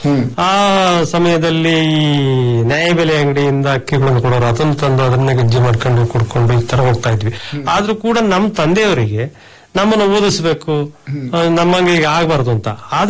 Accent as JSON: {"language": "Kannada", "town": "Koragi", "region": "Karnataka", "country": "India", "tie": "born or raised there", "said": "ನನ್ನ ಊರು ಕೊರಗಿ ಅಂತ ಸರ್. ಶಿವಮೊಗ್ಗ ತಾಲೂಕು ಹುಣಸಿ ಹೋಬಳಿ ಕೊರಗಿ ಗ್ರಾಮ ಚೌರಡಿ ಪೋಸ್ಟ್."}